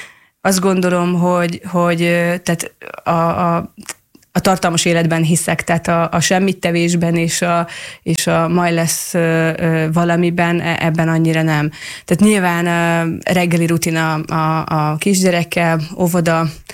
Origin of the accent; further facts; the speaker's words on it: Great Hungarian Plain, Hungary; én Tanyán nőttem föl. Tehát én alföldi gyökerekkel rendelkezem, én ott gyerekeskedtem, én 24-25 éves koromig én ott is éltem